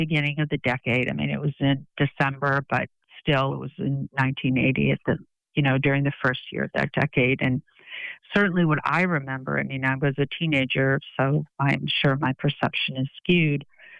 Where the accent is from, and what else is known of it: Boston, Massachusetts, United States; born or raised there; also born or lived in Andover, Massachusetts / Brookline, Massachusetts